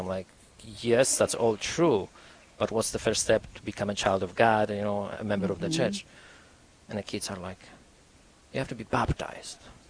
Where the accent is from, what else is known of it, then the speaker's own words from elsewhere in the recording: Poland; English is a second language; moved away as an adult; now in United States; because, you see, we're Catholics, and I grew up in Poland, in a Catholic country. When I arrived to the United States